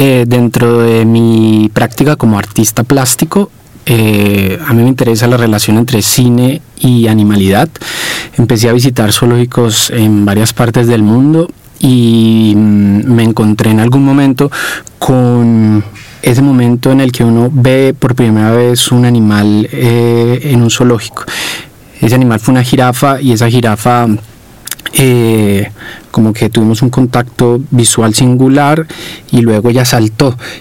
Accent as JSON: {"language": "Spanish", "country": "Colombia"}